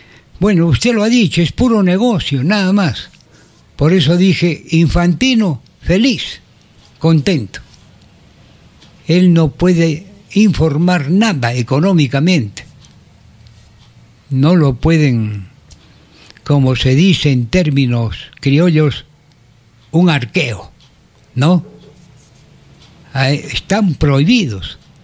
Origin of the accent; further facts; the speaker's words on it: Arequipa, Peru; estamos como arequipeños, ¿no?